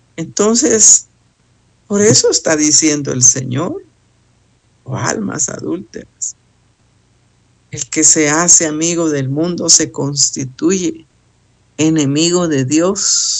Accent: Guatemala; en mi país, Guatemala.

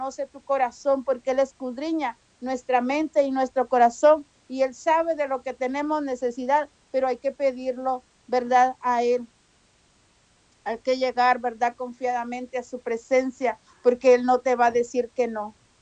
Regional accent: Mazatenango, Suchitepéquez, Guatemala; born there; moved away; Yo soy yo nací en Mazatenango

